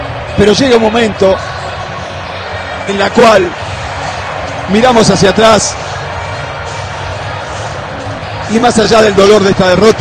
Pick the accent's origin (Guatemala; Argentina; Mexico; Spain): Argentina; como solo nosotros los argentinos recibimos orgullosos a aquellos que nos representan